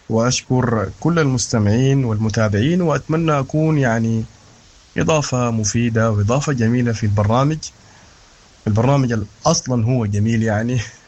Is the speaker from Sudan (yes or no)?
yes; Sudan; أنا رابر سوداني.